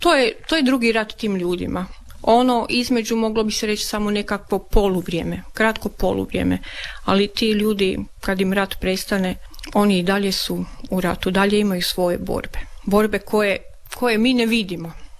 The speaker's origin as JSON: {"language": "Croatian", "town": "Velika Gorica", "region": "Zagreb County", "country": "Croatia", "tie": "born or raised there", "said": "u mom rodnom gradu Velikoj Gorici."}